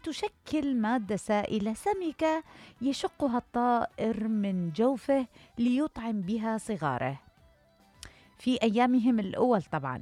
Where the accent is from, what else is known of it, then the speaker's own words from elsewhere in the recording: Iraq; أكو تعبيرات عندنا بالعراق